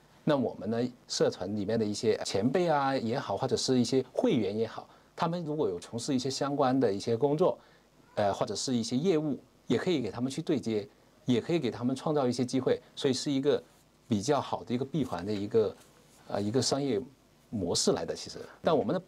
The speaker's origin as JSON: {"language": "Chinese", "country": "China", "said": "我们中国人嘛，还是要有房子，有自己的家。"}